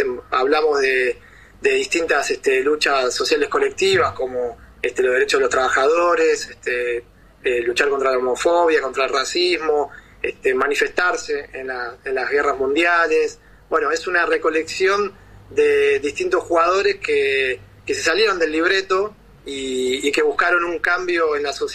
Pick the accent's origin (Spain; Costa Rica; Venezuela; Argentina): Argentina